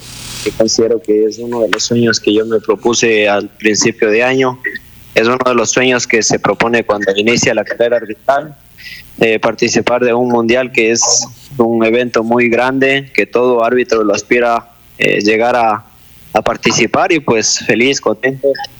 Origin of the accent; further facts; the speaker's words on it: Ecuador; como todo ecuatoriano soñamos en quedar en los puestos estelares